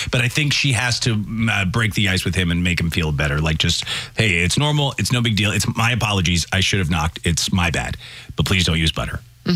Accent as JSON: {"language": "English", "country": "Ireland", "said": "As an Irishman, I have like, I'd have to have a retina scan system set up to make sure it's me on my butter."}